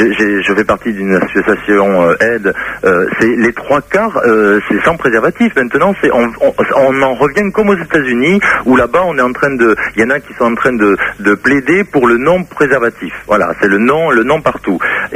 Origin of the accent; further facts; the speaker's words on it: Mont-de-Marsan, Nouvelle-Aquitaine, France; born there; moi, je suis issu du fin fond du Sud-Ouest. Je vais même dire la ville où je suis né. Je suis né à Mont-de-Marsan, 30 000 habitants.